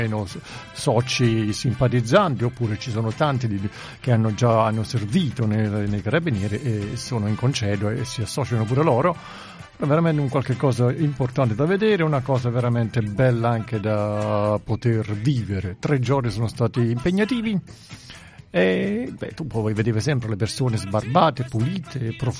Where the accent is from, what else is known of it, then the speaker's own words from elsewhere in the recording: Petruro Irpino, Campania, Italy; born there; moved away; la vacanza si è spostata al mio paese, Petruro Irpino